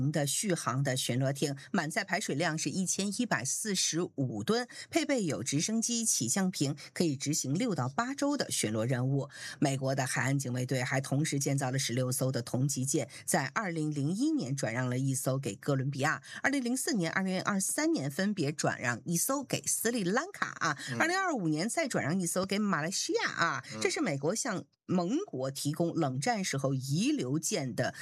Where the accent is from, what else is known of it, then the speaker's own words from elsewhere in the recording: Tianjin, China; 我家乡是天津嘛